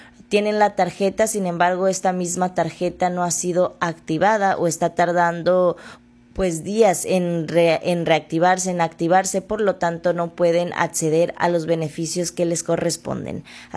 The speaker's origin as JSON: {"language": "Spanish", "country": "Mexico", "said": "como buenos mexicanos a veces dejamos todo para el último."}